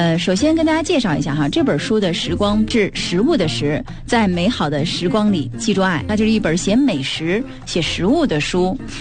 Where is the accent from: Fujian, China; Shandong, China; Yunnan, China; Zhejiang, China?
Shandong, China; 你比如说我山东人，其实山东人口味会重一些哈